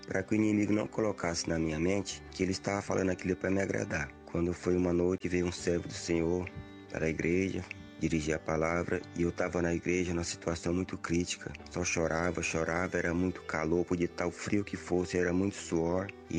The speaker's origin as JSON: {"language": "Portuguese", "town": "Carapicuíba", "region": "São Paulo", "country": "Brazil", "said": "sou aqui de Carapicuíba."}